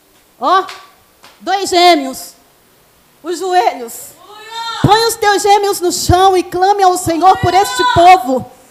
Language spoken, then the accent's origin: Portuguese; Maceió, Alagoas, Brazil; eu sou alagoana, tá? Sou de Maceió, Alagoas.